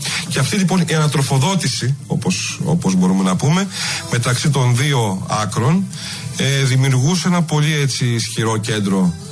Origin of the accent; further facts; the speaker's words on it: Greece; also born or lived in Athens / Piraeus; εμείς οι άνθρωποι που επιλέξαμε να μείνουμε στον τόπο μας, γιατί και εγώ ίδιος έφυγα για σπουδές στην Αθήνα